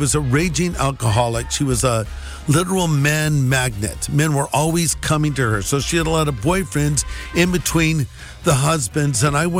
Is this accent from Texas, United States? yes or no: no; Long Beach, California, United States; born there; I was born in Long Beach, California in 1952